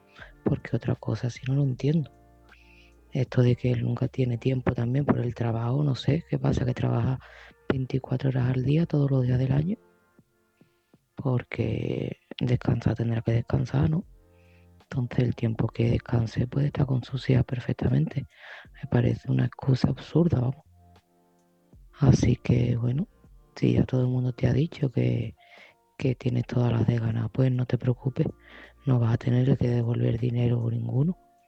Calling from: Seville, Andalusia, Spain; de Sevilla y este mensaje va para Almudena.

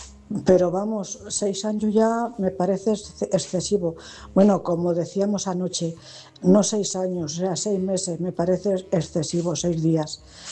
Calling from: Cuenca, Castilla-La Mancha, Spain; de Cuenca.

